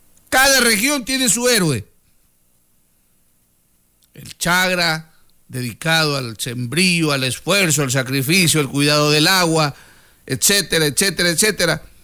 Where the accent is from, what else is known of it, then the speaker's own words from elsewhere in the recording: Zaruma, El Oro, Ecuador; moved away; siempre me sentí con el pecho hinchado de orgullo de ser Chazo, de ser sarumeño, de ser orense, de no negar mi tierra.